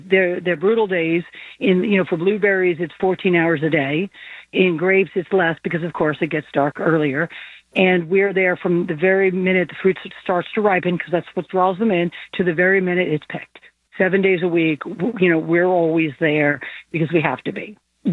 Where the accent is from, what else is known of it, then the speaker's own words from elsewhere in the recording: New York, United States; I'm a girl from New York.